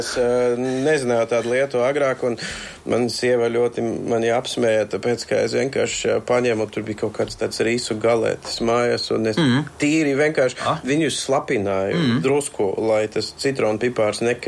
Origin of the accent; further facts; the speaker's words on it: Bulgaria; Latvian is a second language; also born or lived in Germany; now in Latvia; esmu pārsvara bērnību pavadījis Bulgārijā